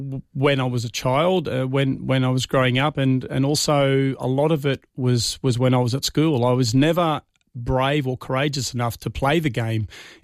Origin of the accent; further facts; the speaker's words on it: Leichhardt, New South Wales, Australia; Because I grew up in Leichhardt. I was a 5-minute walk to the Eighth Wonder, the Holy Grail, as I call it.